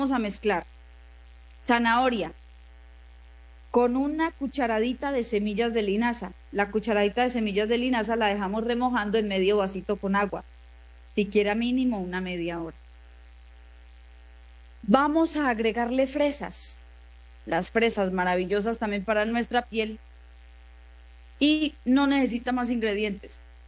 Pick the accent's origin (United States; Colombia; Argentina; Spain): Colombia; Argelia; born there; moved away; nuestro bello municipio de Argelia. No sabe, Carlitos, la alegría que me da visitar mi pueblo.